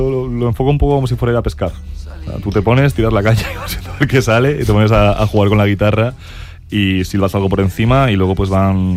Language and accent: Spanish; Poland; Porque yo soy polaco, mi padre es polaco